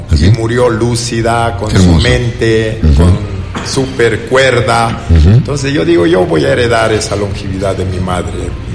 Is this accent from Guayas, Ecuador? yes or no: no; Vacas Galindo parish, Imbabura, Ecuador; moved away; Y yo nací en la parroquia de Vacas Galindo.